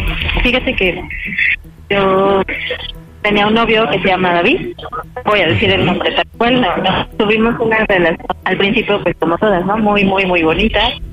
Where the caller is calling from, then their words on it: Mexico City, Mexico; 38 años y de la alcaldía Benito Juárez.